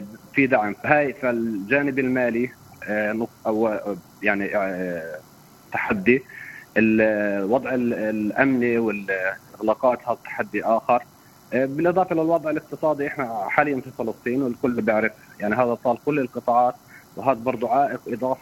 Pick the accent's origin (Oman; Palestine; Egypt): Palestine; عندنا في فلسطين